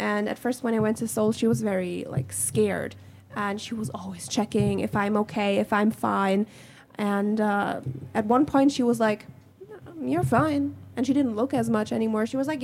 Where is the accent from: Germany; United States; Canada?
Germany; Villingen-Schwenningen, Baden-Württemberg; also born or lived in Furtwangen / Stuttgart; It's a little city called Villingen-Schwenningen.